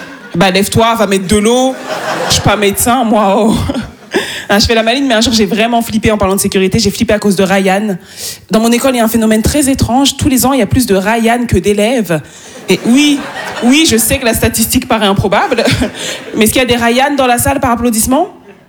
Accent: Île-de-France, France; born there

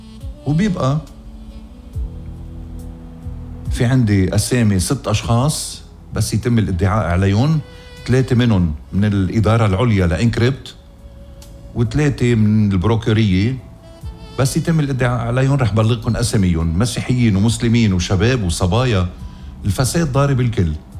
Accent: Lebanon; واجب علينا كلبنانية

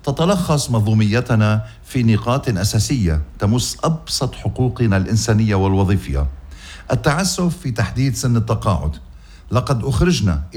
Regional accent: Lebanon; شو هالعيب هيدا بوطننا لبنان؟

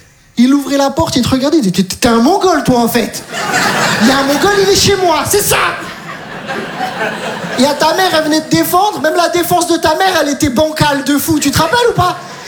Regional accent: Metz, Grand Est, France; Je viens de Metz, j'ai tout abandonné.

